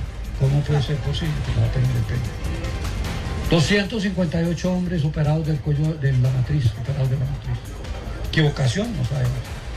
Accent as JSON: {"language": "Spanish", "country": "Colombia", "said": "de nosotros, todos los colombianos"}